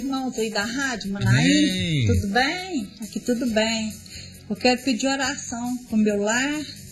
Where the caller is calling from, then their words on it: Piumhi, Minas Gerais, Brazil; eu sou da cidade de Piuí.